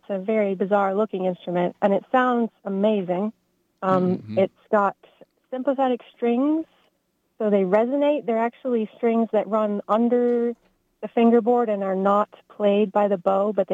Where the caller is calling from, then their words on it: Cincinnatus, New York, United States; I'm calling from Cincinnati, New York. Tiny little town, about 40 minutes east of Ithaca.